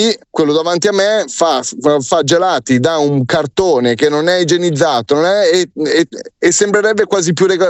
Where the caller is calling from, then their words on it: Milan, Lombardy, Italy; Noi che siamo del Comune di Milano